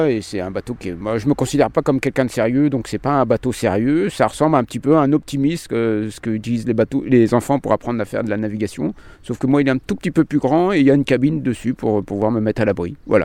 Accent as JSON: {"language": "French", "region": "Brittany", "country": "France", "said": "Je suis breton d'origine, mais il n'y a pas de marin dans ma famille, ni dans mes ancêtres."}